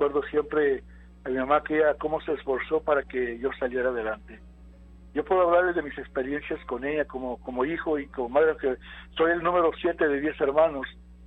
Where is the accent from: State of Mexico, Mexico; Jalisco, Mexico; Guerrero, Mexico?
Jalisco, Mexico; Guadalajara; also born or lived in Gómez Palacio, Durango; Yo nací en Gómez Palacio, Durango, ahí en Durango nací yo, y después de un tiempo mi papá nos llevó para vivir allá en Guadalajara, allá por el sector Libertad